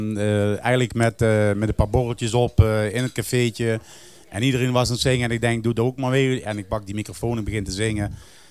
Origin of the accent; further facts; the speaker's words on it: Kerkrade, Limburg, Netherlands; now in Heerlen, Netherlands; wij komen beide van Kerkrade, in Zuid-Limburg natuurlijk.